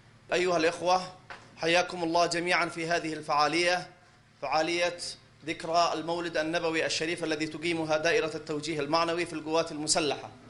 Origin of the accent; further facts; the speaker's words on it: Yemen; نحن في اليمن